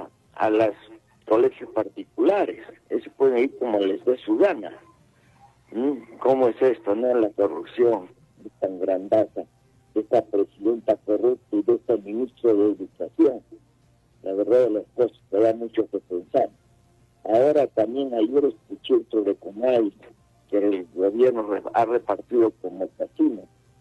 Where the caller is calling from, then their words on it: Arequipa, Peru; Aquí en Arequipa han comenzado con fecha.